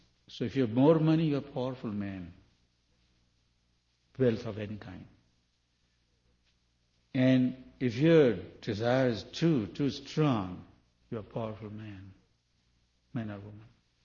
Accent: India; English is a second language; Not because I'm from India, Sanskrit knowing person a little bit

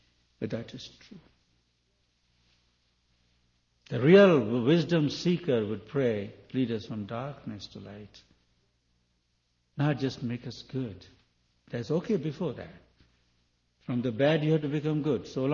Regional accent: India; English is a second language; Not because I'm from India, Sanskrit knowing person a little bit

